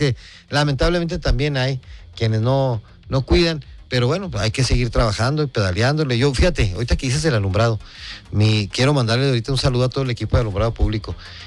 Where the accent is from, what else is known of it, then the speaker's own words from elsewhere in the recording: Ciudad Juárez, Chihuahua, Mexico; esta es mi tierra, es el lugar donde yo crecí, tengo un profundo amor por Juárez, y obviamente pues siempre estaré aquí